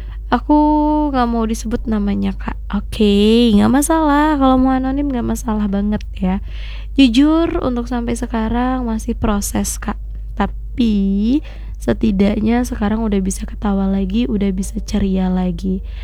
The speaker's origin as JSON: {"language": "Indonesian", "town": "Tanjung Pinang", "region": "Riau Islands", "country": "Indonesia", "said": "Di kota aku ini nih, kota Tanjung Pinang ini nih, ada nih kisah begini."}